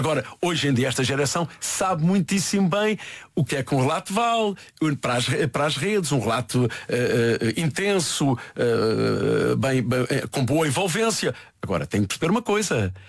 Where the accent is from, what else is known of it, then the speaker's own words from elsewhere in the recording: Santarém, Portugal; Natural de Santarém, sou português.